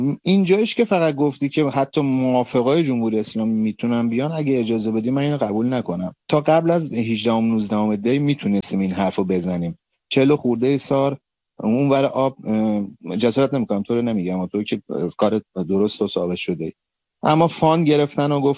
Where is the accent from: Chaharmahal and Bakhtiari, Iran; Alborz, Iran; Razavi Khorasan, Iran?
Alborz, Iran; Karaj; moved away; من بچه کرجم